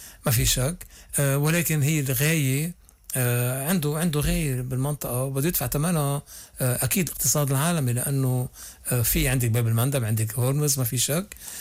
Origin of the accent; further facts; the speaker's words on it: Lebanon; عندنا بلبنان